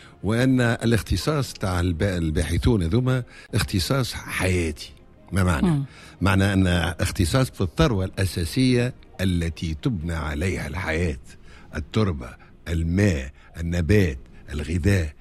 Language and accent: Arabic; Tunisia